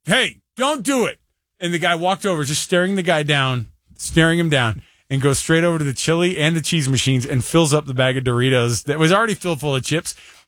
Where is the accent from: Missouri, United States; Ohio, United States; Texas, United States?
Texas, United States; born there; Now, I was born in Texas, but we didn't have Bucky's growing up.